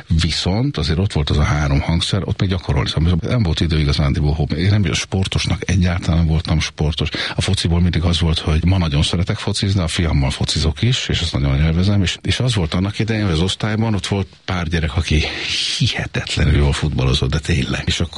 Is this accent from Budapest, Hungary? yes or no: yes; Budapest, Hungary; Budapesten születtem, édesanyám hegedű tanár, édesapám brácsázott az operában, szóval erre mondják azt, hogy zenész családba született. Itt nőttem föl először a harmadik kerületben